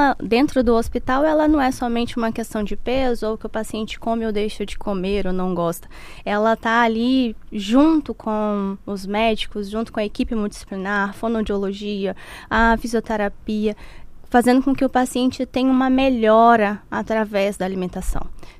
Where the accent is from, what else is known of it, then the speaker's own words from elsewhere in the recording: Boa Vista, Roraima, Brazil; moved away; also born or lived in Manaus / São Paulo; eu sou de Boa Vista, né? Fui morar em Manaus e depois fui morar em São Paulo e trabalhei em hospital lá em São Paulo.